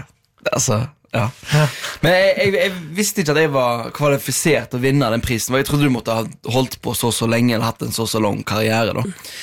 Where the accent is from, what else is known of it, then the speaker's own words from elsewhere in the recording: Stord, Vestland, Norway; now in Oslo, Norway; Jeg var hjemme på Stord.